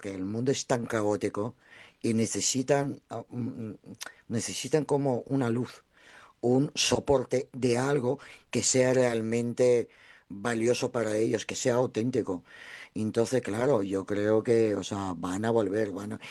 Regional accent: Cantabria, Spain; para mí, como yo soy cántabra, la mitad cántabra y la mitad eslava, para mí es como lo mismo.

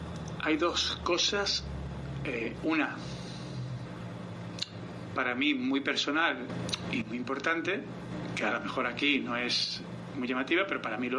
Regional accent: San Fernando, Andalusia, Spain; es mi pueblo, mi ciudad, donde yo empecé jugando al fútbol, donde yo empecé a crecer

